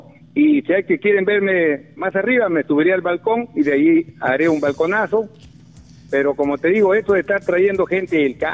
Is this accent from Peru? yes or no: yes; Olmos, Lambayeque, Peru; mi pueblo de Olmos